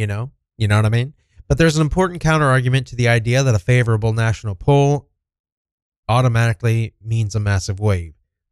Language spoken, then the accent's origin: English; Kansas, United States; My home state of Kansas?